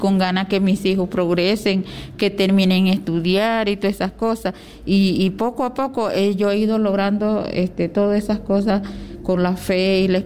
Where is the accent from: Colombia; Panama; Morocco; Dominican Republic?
Panama; Veraguas; Sí, yo vengo del distrito de Cañaza, corregimiento de San José, Comunidad del Rosario.